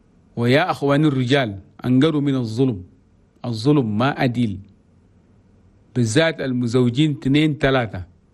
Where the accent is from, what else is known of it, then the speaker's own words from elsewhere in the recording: Chad; أي زول تشادي